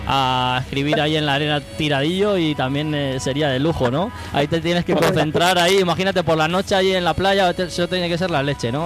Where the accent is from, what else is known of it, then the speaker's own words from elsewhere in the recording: Valencian Community, Spain; Yo soy valenciano